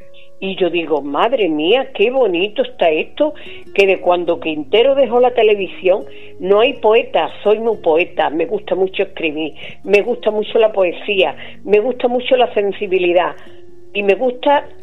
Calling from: Huelva, Andalusia, Spain; Soy de Huelva, pero estoy ahora mismo en Mazagón.

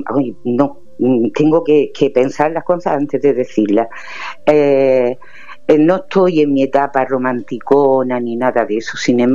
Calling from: Andalusia, Spain; yo te llamo de Granada del Norte.

